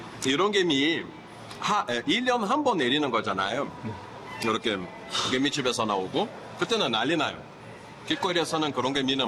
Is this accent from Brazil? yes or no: yes; Brazil; 우리 고향이랑 뭐 한 3, 40km밖에 안 됐지만 사투리는 완전히 다르고